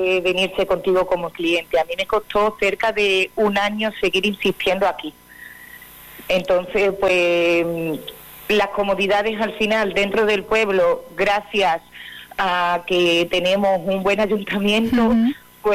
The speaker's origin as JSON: {"language": "Spanish", "town": "Calamonte", "region": "Extremadura", "country": "Spain", "said": "me di cuenta de que Arroyo, porque yo realmente soy de Calamonte, uh-huh."}